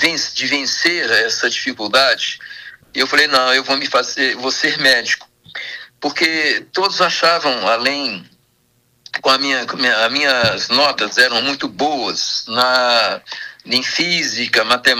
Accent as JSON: {"language": "Portuguese", "town": "Diamantina", "region": "Minas Gerais", "country": "Brazil", "tie": "born or raised there", "said": "Eu amo minha terra, amo Diamantina, amo a nossa região, daqui do Vale, Minas Gerais. Eu sou extremamente sensível ao lugar onde nascemos e fomos criados, né?"}